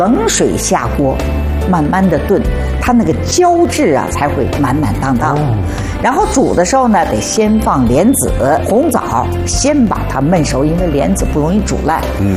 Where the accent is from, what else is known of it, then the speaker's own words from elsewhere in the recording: South China, China; 我们是南方人，我们那有鲜百合，北方人就得买干百合了